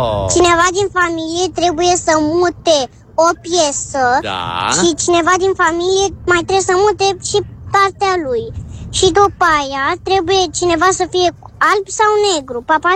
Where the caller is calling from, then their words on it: Bucharest, Romania; din București, am 7 ani